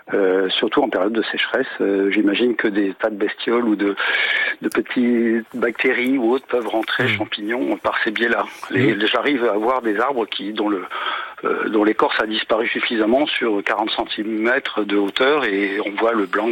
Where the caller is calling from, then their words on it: Auvergne-Rhône-Alpes, France; Je vous appelle d'Auvergne, moi aussi.